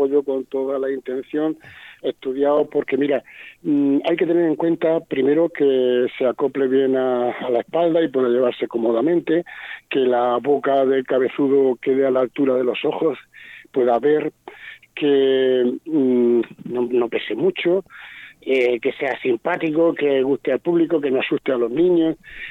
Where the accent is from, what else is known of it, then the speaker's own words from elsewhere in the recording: Caravaca de la Cruz, Region of Murcia, Spain; En Caravaca, que es de donde yo vengo, lo hemos conocido toda la vida como el tío de la pita.